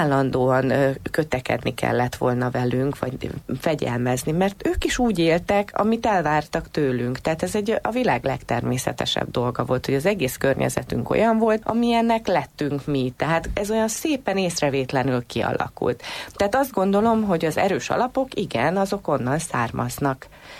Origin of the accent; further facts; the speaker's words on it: Madaras, Bács-Kiskun, Hungary; Én a Bácskában, Madarason, a szerb határon, akkor még jugoszláv határ volt, amikor ott gyerekeskedtem, ott nőttem fel. Ez egy sváb-magyar település. A környékben az összes többi település délszláv, sváb és magyar, tehát hármas, nálunk Madarason csak svábok és magyarok